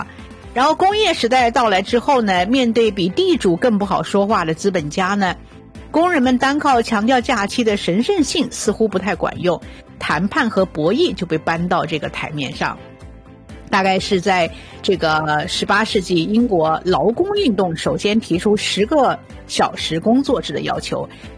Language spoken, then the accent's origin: Chinese; China